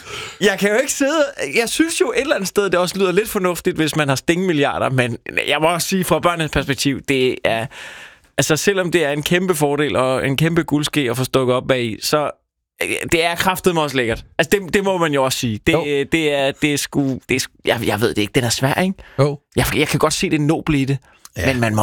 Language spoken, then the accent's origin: Danish; Copenhagen, Capital Region of Denmark, Denmark; Og jeg er jo ærke københavner